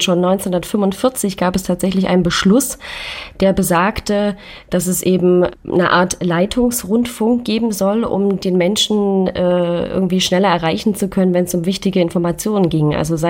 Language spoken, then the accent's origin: German; Leipzig, Saxony, Germany; Also ich bin in Leipzig aufgewachsen, das ist richtig.